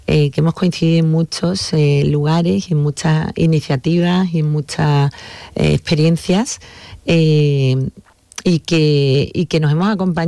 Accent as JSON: {"language": "Spanish", "town": "Seville", "region": "Andalusia", "country": "Spain", "tie": "born or raised there", "said": "Porque yo, desde que tengo uso de razón, vivo allí, y luego hubo un tiempo que deserté, que me fui a vivir al Aljarafe, luego al centro, pero luego decidí que quería volver a mi barrio"}